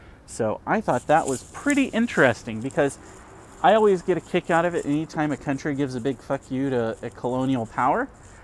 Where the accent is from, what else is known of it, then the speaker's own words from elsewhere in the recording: Texas, United States; Growing up in the South, or in Texas, which is kind of South, it's got a mixed identity.